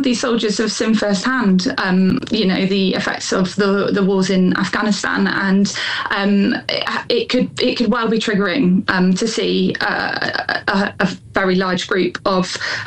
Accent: Ambrosden, South East England, United Kingdom; Yeah, so I grew up in Ambrosden, which is where my parents live. It's one of the neighbouring villages to the site. It's it's where military personnel live.

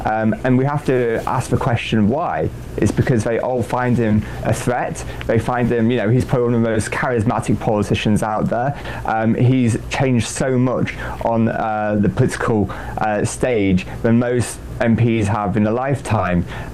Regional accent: Yorkshire and the Humber, United Kingdom; now in London, United Kingdom; I think me and you, Bev, are both from up north, from Yorkshire, I believe.

